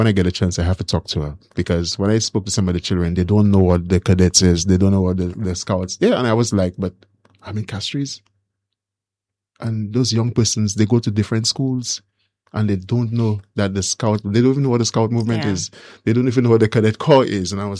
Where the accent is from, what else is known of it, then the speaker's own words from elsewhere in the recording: Barbados; I'm from Barbados.